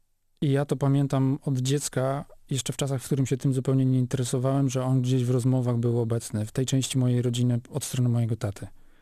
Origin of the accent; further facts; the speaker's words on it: Niemodlin, Opole Voivodeship, Poland; Urodziłem się w Niemodlinie.